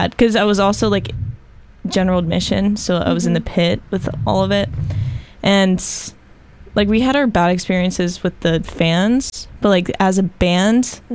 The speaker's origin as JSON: {"language": "English", "town": "Greenville", "country": "United States", "tie": "born or raised there", "said": "they came to my hometown, right, in Greenville"}